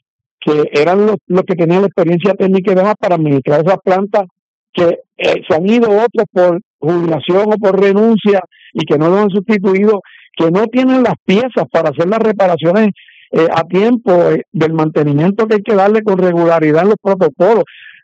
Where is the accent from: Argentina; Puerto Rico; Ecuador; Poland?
Puerto Rico; San Juan; Bueno, yo nací, me crié y vivo en San Juan.